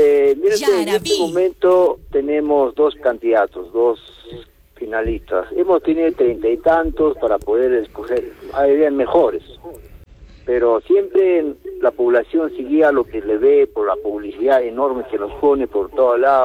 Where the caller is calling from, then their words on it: Peru; Todos los peruanos